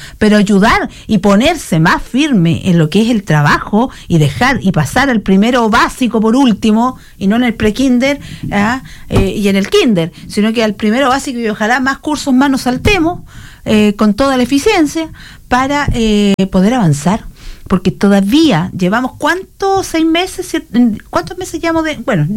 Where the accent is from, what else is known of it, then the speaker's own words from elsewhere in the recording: Chile; muy buenos somos los chilenos